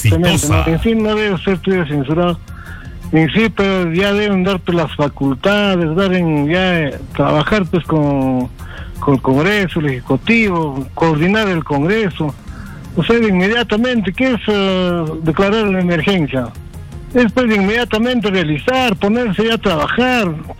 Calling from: Lima, Peru; de Sector Lima.

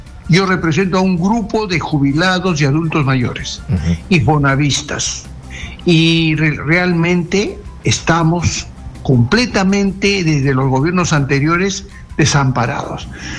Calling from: Lima, Peru; de Magdalena.

